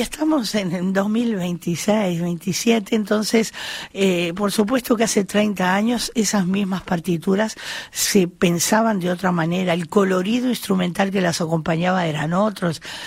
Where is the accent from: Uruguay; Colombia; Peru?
Uruguay